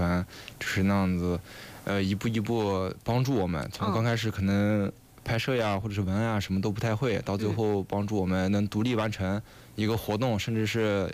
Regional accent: Xinjiang, China; 我是来自小拐。

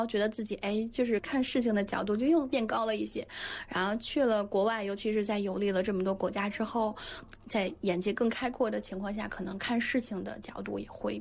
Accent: China; moved away as an adult; now in Bulgaria; 我是中国人

